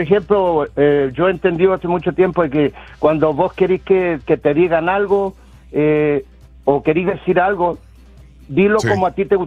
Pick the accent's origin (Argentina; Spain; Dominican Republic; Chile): Chile; yo soy chileno y admiro el trabajo que ustedes hacen